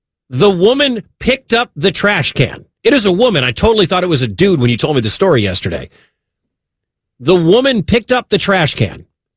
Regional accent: United States; Don't want to be the ignorant American pronouncing the names of these countries incorrectly.

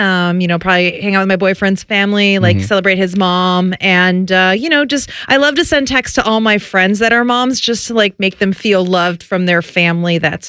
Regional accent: Cleveland, Ohio, United States; born or raised there

